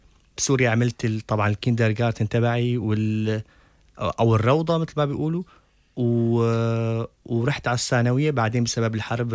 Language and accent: German; Damascus, Damascus Governorate, Syria; German is a second language; now in Germany; Ich komme aus Syrien, Damaskus, wo ich geboren bin. Ich bin 29 Jahre alt und momentan mache ich Praktikum in der Mediawerkstatt Hochting.